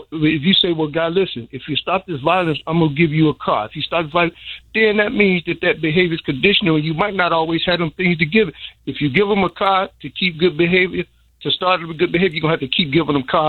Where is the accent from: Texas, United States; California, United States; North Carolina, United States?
California, United States; Inglewood; I'm graduated from Inglewood High School. I was raised up in Low End, 6th Tray down there by Aberdeen.